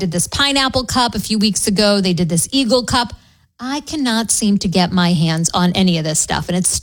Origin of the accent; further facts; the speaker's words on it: Massachusetts, United States; I grew up in Massachusetts, which is where Dunkin' originated.